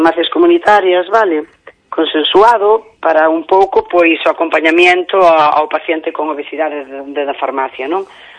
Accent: Ribeira, Galicia, Spain; porque eu estou en Ribeira, como son de Ribeira

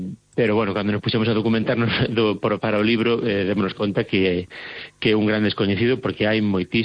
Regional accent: Vilar de Barrio, Galicia, Spain; Eu son de Vilar de Barri e sempre pensei que sabía moito, que coñecía moito dos entroidos.

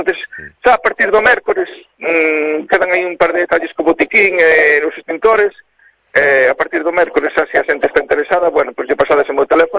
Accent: Galicia, Spain; now in A Coruña, Spain; os que somos de Costa da Morte, de fe, de toda a vida, que a levamos moi, moi adentro. Eu vivo na Coruña

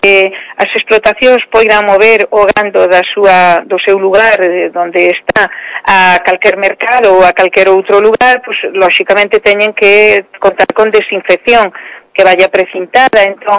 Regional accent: Monforte de Lemos, Galicia, Spain; eu que son de Monforte, hai xente que me dice, vamos a comer o polvo ali porque debe ser da auga que está riquísimo

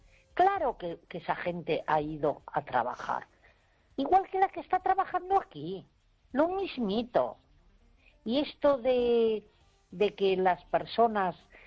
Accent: Galicia, Spain; repartir las que teníamos para venir a Galicia, a mi pueblo, a desde donde ahora estoy hablando.

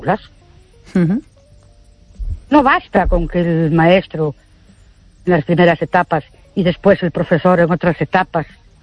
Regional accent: Ourense, Galicia, Spain; Buenas noches … de Ourense.

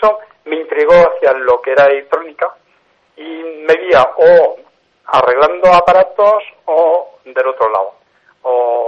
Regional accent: Galicia, Spain; first language Galician; Spanish is a second language; El gallego es mi lengua materna y yo he crecido con el gallego. Uh-huh. A pesar de estar lejos, fue siempre mi lengua principal.

